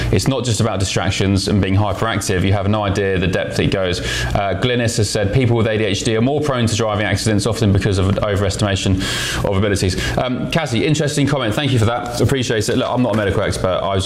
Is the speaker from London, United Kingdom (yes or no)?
no; Shoreham-by-Sea, South East England, United Kingdom; born there; I was born in Shoreham.